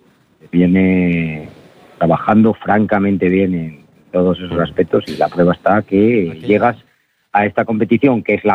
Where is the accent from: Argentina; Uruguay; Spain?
Spain; Asturias; Ahí estamos, somos asturianos todos.